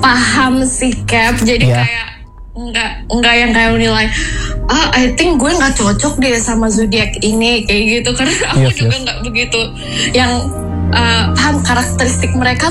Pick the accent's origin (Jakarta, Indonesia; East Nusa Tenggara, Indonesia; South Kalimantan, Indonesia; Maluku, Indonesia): Jakarta, Indonesia; Aku sebenarnya besar di Jakarta sih, tapi orang tua aku bukan orang dari sini.